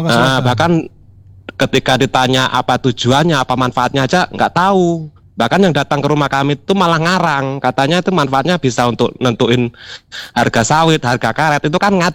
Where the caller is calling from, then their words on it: Air Gegas, Bangka Belitung Islands, Indonesia; Bangka Selatan.